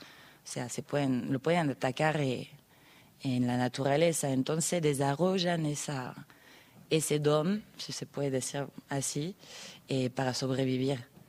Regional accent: France; moved away as an adult; now in San Salvador de Jujuy, Argentina; Soy de Francia y llegué a Jujuy viajando. Me enamoré de la provincia y me quedé. No me fui más.

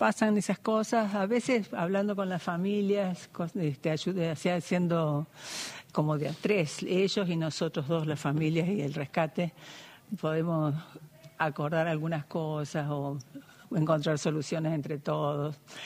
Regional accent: Córdoba, Argentina; now in Lozano, Argentina; en mi pueblo, en Córdoba, era como vos decís.

